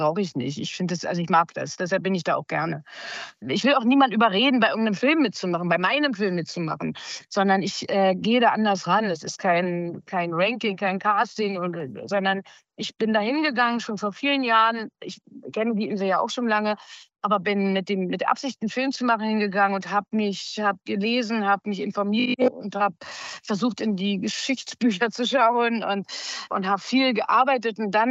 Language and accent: German; Berlin, Germany; Also erstmal bin ich Berlinerin und nicht minder ruppig, bloß anders. Und ich finde, das ist eine ganz tolle Mentalität.